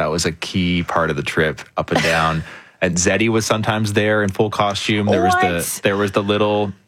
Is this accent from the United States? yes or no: no; London, Ontario, Canada; I grew up in the London area.